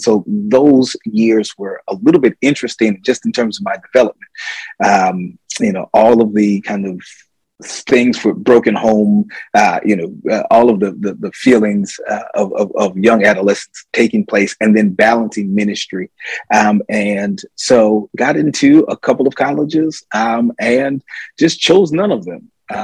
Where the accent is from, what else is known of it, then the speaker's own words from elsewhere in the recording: Ithaca, New York, United States; I am the youngest of 6 children, born and raised in Ithaca, New York.